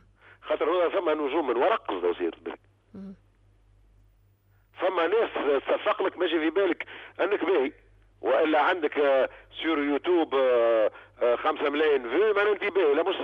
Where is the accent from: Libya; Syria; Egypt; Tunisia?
Tunisia